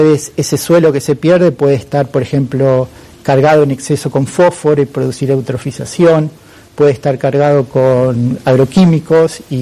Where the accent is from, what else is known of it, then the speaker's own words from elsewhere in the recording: Esperanza, Santa Fe, Argentina; Claro, a ver, yo vengo de Esperanza, la primera colonia agrícola, 1856, sí.